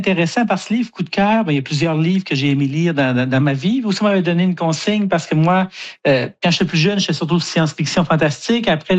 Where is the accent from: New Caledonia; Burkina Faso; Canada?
Canada; Kedgewick, New Brunswick; j'ai grandi à Kedgewick, dans le nord du Nouveau-Brunswick.